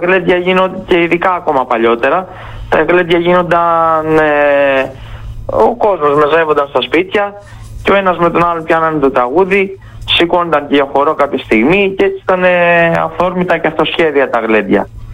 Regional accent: Kalavryta, Western Greece, Greece; born there; Εγώ κατάγομαι από την Πελοπόννησο, από τα Καλάβρητα συγκεκριμένα, το πόταμα Καλαβρίτων, και πάω στο Καλαβρίτων, τα χωριά των γονιών μου, 12 χιλιόμετρα μεταξύ τους η απόσταση.

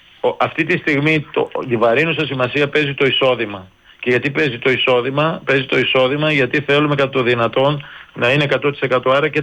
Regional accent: Pontokomi, Western Macedonia, Greece; εγώ προσωπικά είμαι από λιγνητική περιοχή, κατάγομαι από την Ποντοκόμη Κοζάνη

